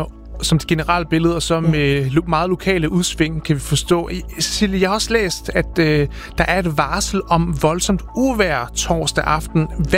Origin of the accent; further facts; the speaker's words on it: Jutland, Denmark; Okay, jamen endnu en gang kan vi glæde os over, at vi er jyder og ikke sjællændere.